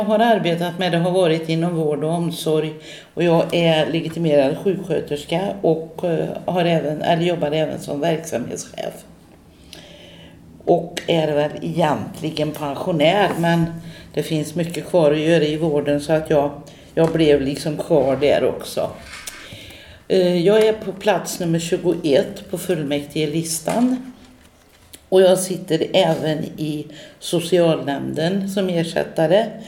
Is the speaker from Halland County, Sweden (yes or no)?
no; Falköping, Västra Götaland County, Sweden; Jag är född och uppvuxen i Falköping och bor fortfarande kvar. Jag var den som aldrig kom iväg härifrån.